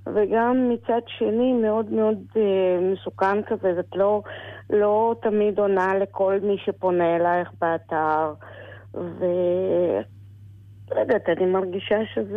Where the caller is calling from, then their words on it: Netanya, Central District, Israel; אני אלמנה מנתניה, בת 61.